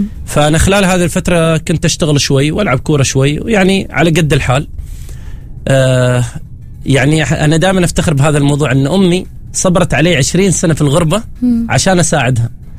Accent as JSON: {"language": "Arabic", "country": "Qatar", "tie": "born or raised there", "also_born_or_lived": "Oman", "said": "انا الوحيد اللي كنت مواليد عمان. يعني انا ولدت في عمان، من بعد ما انولدت في عمان عشت فيها فتره بسيطه، انتقلت مع الوالد، والد كان يشتغل في الخليج، ففتره من فترات هو راح قطر ورحت معاه"}